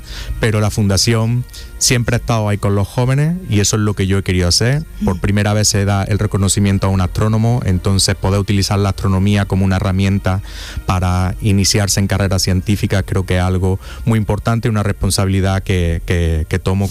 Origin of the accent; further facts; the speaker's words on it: Andalusia, Spain; pude volver a mi tierra, que siempre había sido mi sueño, convertirme en astrofísico y ser astrofísico en Andalucía